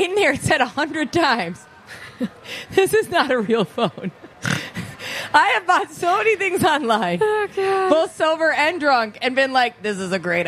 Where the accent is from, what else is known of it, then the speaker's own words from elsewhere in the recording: Minnesota, United States; Because I'm Minnesotan.